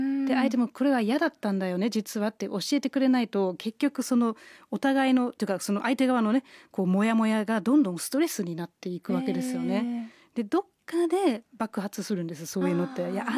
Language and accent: Japanese; Germany; Japanese is a second language; now in Japan; それがめちゃくちゃ理不尽だなとドイツ人としては未だに思っていて